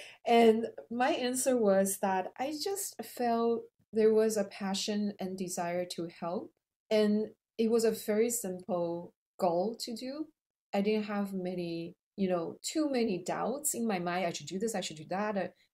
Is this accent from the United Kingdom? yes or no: no; Taipei, Taiwan; now in United States; I've never felt that anybody would not welcome me there because I am from Taiwan and I was born in Taiwan.